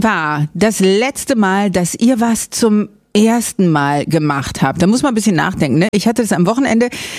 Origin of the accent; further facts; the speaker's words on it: Berlin, Germany; now in Brandenburg, Germany; bevor ich nach Brandenburg gezogen bin, bin ich einfach immer in Berlin gewesen, geboren, aufgewachsen.